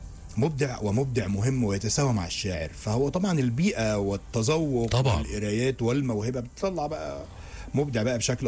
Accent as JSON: {"language": "Arabic", "country": "Egypt"}